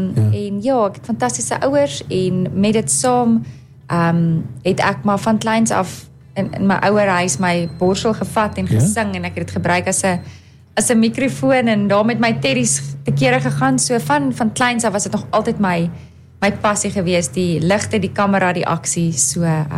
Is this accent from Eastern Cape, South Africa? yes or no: no; Hartbeespoort, North West, South Africa; ek is van die pragtige area Harties. Ja. So ek gesels vandag bietjie in my tuisdorp